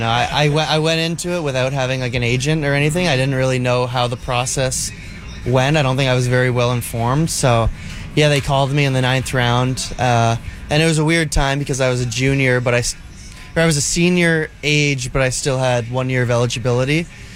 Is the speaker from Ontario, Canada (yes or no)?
yes; Toronto, Ontario, Canada; moved away; You know, growing up in Toronto, it's very, very diverse, very busy, a lot of stuff going on.